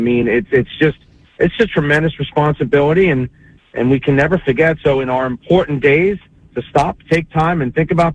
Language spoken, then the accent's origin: English; New York, United States; now in Florida, United States; my hometown of New York